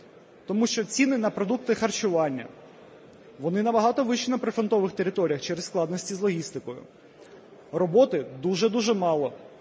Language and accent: Ukrainian; Zaporizhzhia, Zaporizhzhia Oblast, Ukraine; моє рідне Запоріжжя